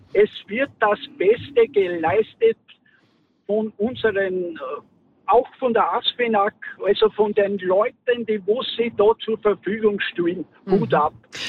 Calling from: Upper Austria, Austria; Ich bin aus Oberösterreich

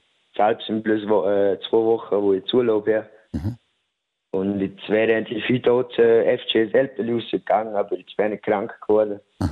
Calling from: Vorarlberg, Austria; ich komme aus dem Bregenzer Wald

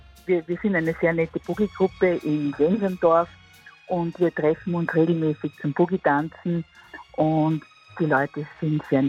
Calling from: Vienna, Austria; Ich rufe aus Wien aus dem 6. Bezirk.

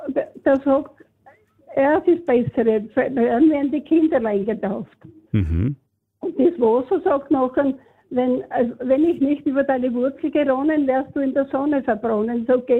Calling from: Mitterdorf im Mürztal, Styria, Austria; Ich bin aus Mitterdorf im Würztal.

